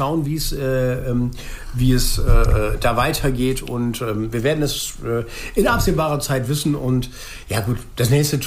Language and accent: German; Germany; als Deutsche